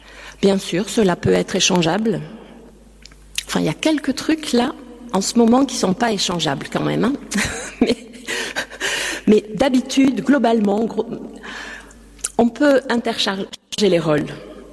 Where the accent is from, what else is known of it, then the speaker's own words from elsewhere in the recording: Occitanie, France; j'ai grandi dans le Gard et je peux vous assurer qu'il n'y a pas d'herbe en été.